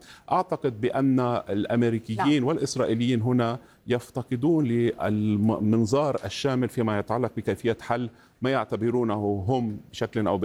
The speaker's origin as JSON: {"language": "Arabic", "country": "Lebanon", "said": "وخاصة أني آتي من لبنان ونحن نعيش في ظل حروب مستمرة"}